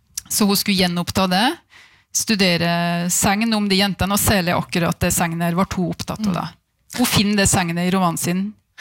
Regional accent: Vinstra, Innlandet, Norway; Kvam-området og Vinstra der jeg er fra.

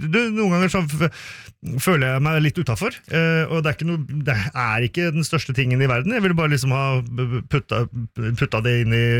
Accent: Finland; Norwegian is a second language; now in Norway; Jeg er finsk, vet du.

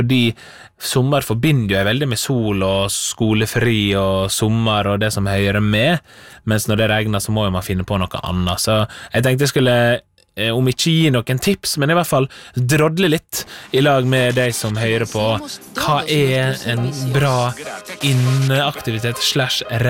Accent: Møre og Romsdal, Norway; men som en ekte sunnmøring så fokuserer jeg på regnet.

